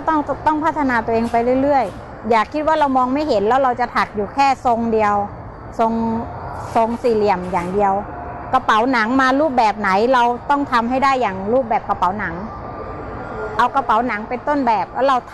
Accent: Khon Kaen, Thailand; also born or lived in Bangkok; สวัสดีค่ะ … โดยพื้นเพเป็นคนชาวจังหวัดขอนแก่นได้รับโอกาสดีที่ได้มาเรียนที่โรงเรียนสองคนตาบอดกรุงเทพ

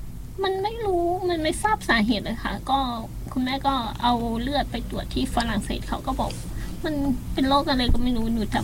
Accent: Nakhon Phanom, Thailand; also born or lived in Bueng Kan / Nong Khai; เป็นคนจังหวัดนครพนมค่ะแต่ว่ามาเรียนที่นี่แล้วก็ได้รับโอกาสทำงานที่นี่เลย

